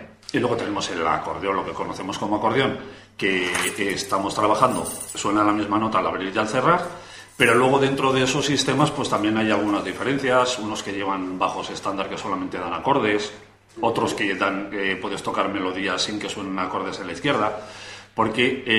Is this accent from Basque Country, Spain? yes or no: yes; San Sebastián, Basque Country, Spain; now in Huesca, Spain; yo nací en San Sebastián.